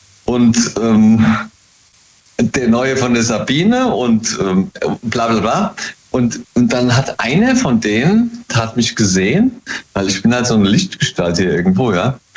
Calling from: Hesse, Germany; Hey, aus dem Rheingau immer noch.

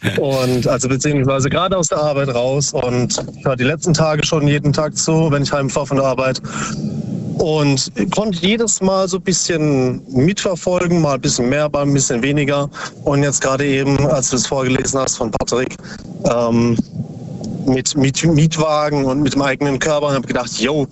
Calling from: Bruchsal, Baden-Württemberg, Germany; Aus Substadt Weiher. Nee, Bruchsal.

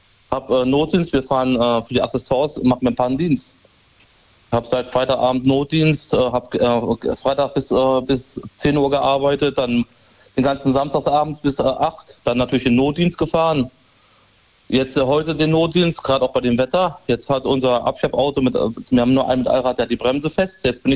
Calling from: Cochem, Rhineland-Palatinate, Germany; Ich bin von Kochen.

